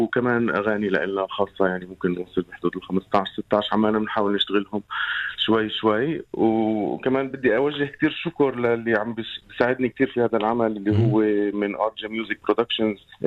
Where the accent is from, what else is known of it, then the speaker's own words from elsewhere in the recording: Jerusalem, Palestine; أنا من القدس.